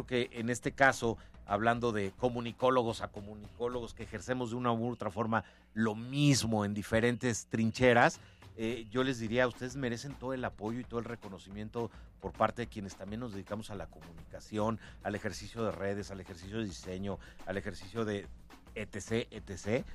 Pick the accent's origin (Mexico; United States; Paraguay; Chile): Mexico; Puebla; en vez de echarnos la mano como poblanos